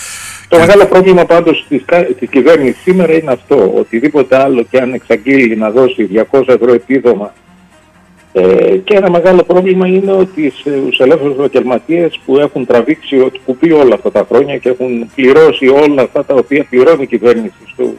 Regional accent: Greece

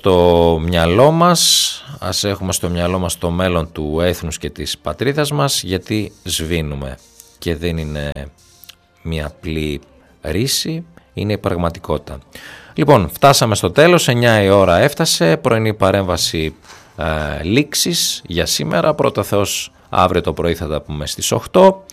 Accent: Greece; Δεν ερωτηθήκαμε ποτέ ως Έλληνες.

